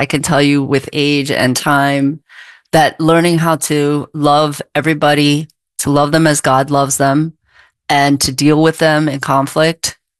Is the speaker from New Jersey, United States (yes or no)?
no; Philadelphia, Pennsylvania, United States; I was a latchkey kid since I was 8 years old. Like, I grew up in Philly